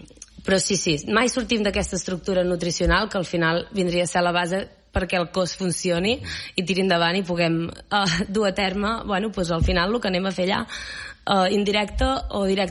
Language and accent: Catalan; Catalonia, Spain; I clar, jo soc catalana, llavors... El meu tarannà de cuinar sempre és de cuina catalana, no?